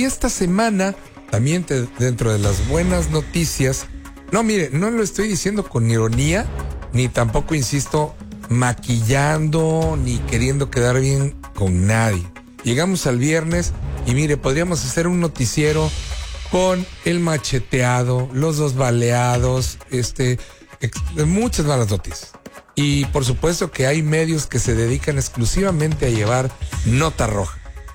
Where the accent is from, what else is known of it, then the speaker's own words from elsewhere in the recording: Mexico; a veces los propios enemigos somos los mismos mexicanos